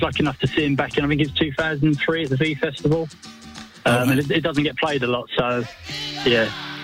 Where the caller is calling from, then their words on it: London, United Kingdom; North London at the moment, Islington.